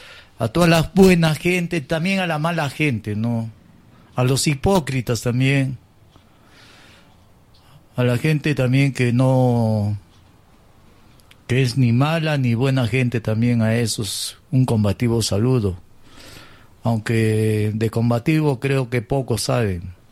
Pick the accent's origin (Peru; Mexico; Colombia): Peru; los peruanos somos